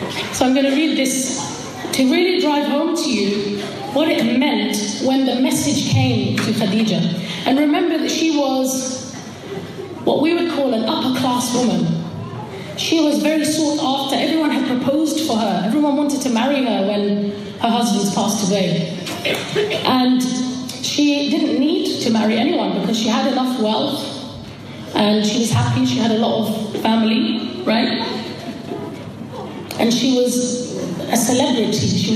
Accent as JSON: {"language": "English", "region": "London", "country": "United Kingdom", "tie": "born or raised there", "said": "we grew up in Hackney."}